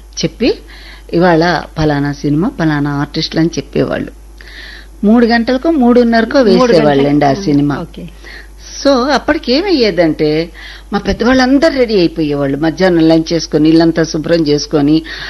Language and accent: Telugu; Vijayawada, Andhra Pradesh, India; also born or lived in Kanchikacherla; నా బాల్యం అంటే నేను పుట్టింది పెరిగింది అంతా విజయవాడ అండి.